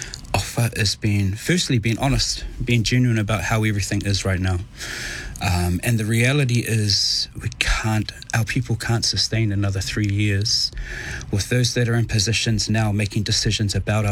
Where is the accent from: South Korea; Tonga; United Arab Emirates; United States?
Tonga; It was hot. It was beautiful, and we were happy. As a child growing up within that space, we wanted for nothing, for not much, just to be with each other, and we were happy.